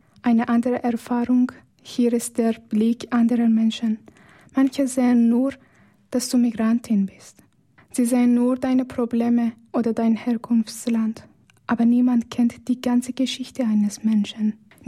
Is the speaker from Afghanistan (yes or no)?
yes; Afghanistan; German is a second language; now in Switzerland; Ich gehöre nicht mehr ganz zu Afghanistan, aber auch noch nicht ganz hierher.